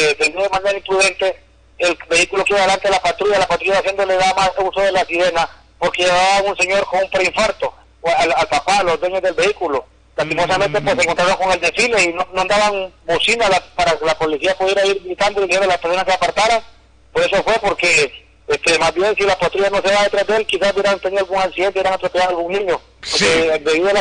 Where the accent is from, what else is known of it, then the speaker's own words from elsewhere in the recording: Honduras; somos hondureños y sentimos el fervor patriótico